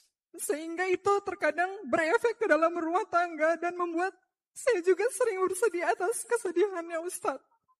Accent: Serang, Banten, Indonesia; saya berasal dari Kota Serang, Banten.

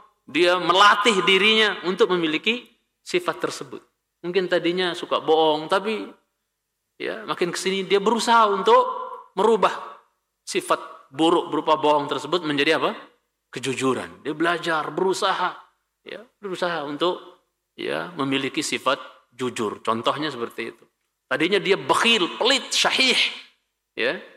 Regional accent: West Nusa Tenggara, Indonesia; Ya, kalau saya orang Lombok Al-Lumbuki misalnya begitu.

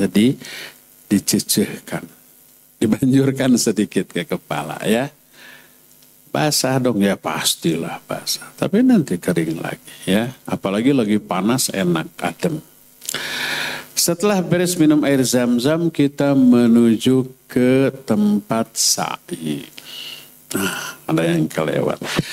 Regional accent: West Java, Indonesia; dengan bahasa kita Sunda Indonesia

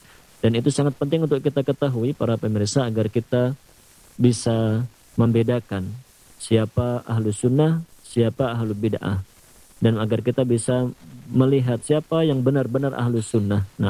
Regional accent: Indonesia

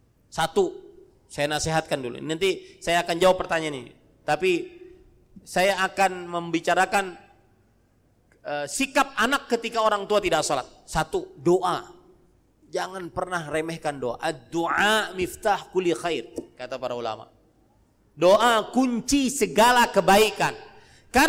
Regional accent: Banjarmasin, South Kalimantan, Indonesia; saya pulang dari dakwah di bandara di kota saya di Banjarmasin Kalimantan Selatan

